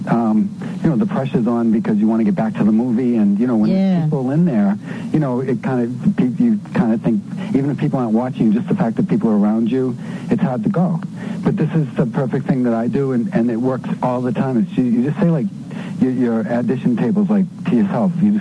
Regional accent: Beverly, Massachusetts, United States; I'm from Beverly, Massachusetts.

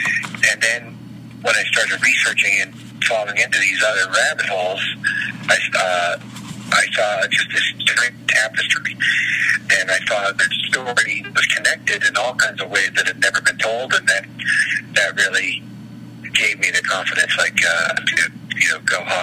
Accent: Boston, Massachusetts, United States; And like you said, I'm here from Boston.

